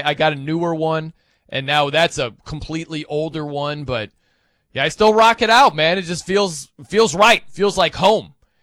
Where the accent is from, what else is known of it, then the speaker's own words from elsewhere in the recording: Indiana, United States; Give me Indiana. That's where I hail from.